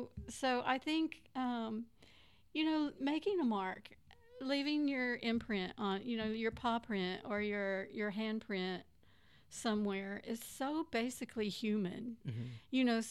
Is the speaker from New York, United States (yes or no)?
no; Houston, Texas, United States; also born or lived in North Carolina / Iowa / Dallas; Well, I grew up in Houston. I was actually born in North Carolina. My dad was in the service and he was stationed out there. But my family is from Houston. And so that's where I grew up.